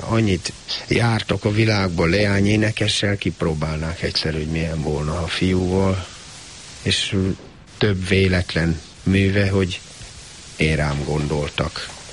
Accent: Budapest, Hungary; Mert én Pesten nőttem föl

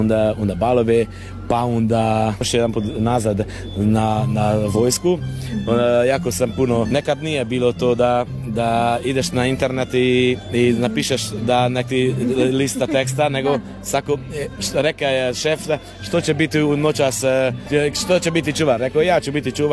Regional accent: Serbia; moved away; Ja sam otišao iz Srbeja već 16 godina i već ne, ne toliko.

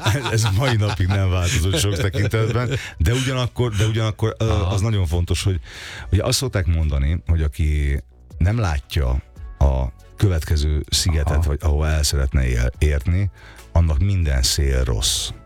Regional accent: Budapest, Hungary; én a Városmajor környékén nőttem föl, ott voltam 10 éves kisfiú is

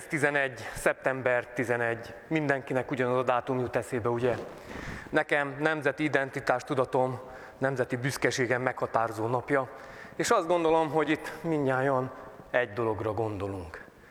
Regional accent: Novi Kneževac, Vojvodina, Serbia; born there; de én török kanizsán születtem. Magyar kanizsával szemben van.

